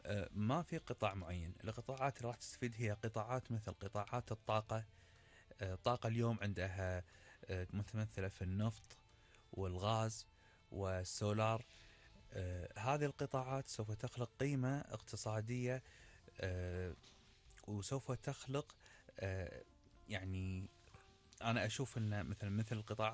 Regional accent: Kuwait; أنا سعودي لكن مولود في الكويت، وأكملت دراستي وتعلمت فيها، والكويت كان لها أثر كبير في تكويني

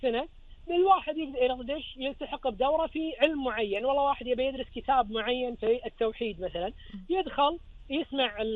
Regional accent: Kuwait; احنا عندنا بالكويت

